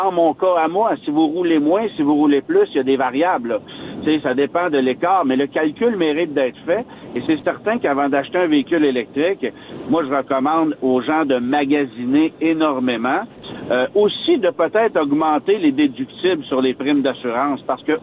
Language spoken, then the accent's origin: French; Quebec, Canada; chez nous, au Québec